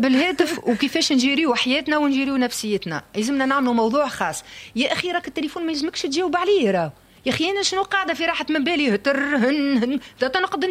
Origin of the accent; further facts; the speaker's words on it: Tunisia; في لي زيرجونس نتاعنا في تونس